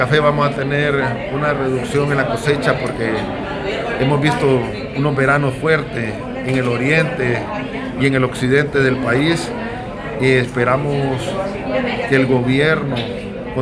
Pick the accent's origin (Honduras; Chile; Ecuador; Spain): Honduras